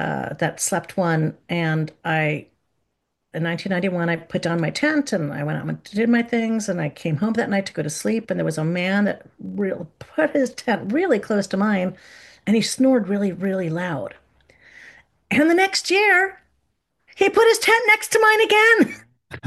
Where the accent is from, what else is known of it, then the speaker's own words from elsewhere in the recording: East Coast, United States; moved away; I grew up in the East Coast with lush greenery, so this is a very foreign environment for me.